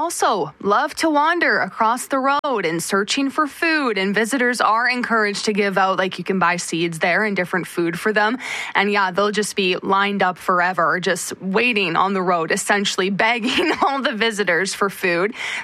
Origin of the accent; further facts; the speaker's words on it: Dryden, Ontario, Canada; Well, growing up in Dryden, I'm used to the wildlife, and even I wouldn't be surprised to see a deer around town